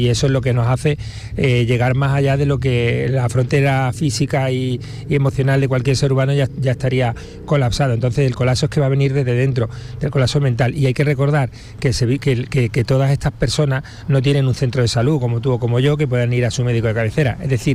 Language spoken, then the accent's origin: Spanish; Spain; que también tenemos derecho como españoles a vivir en unas condiciones como pueda ser la persona de Algeciras que has comentado antes